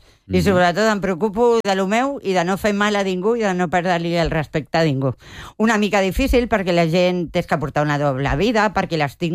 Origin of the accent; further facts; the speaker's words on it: Barcelona, Catalonia, Spain; jo soc de Barcelona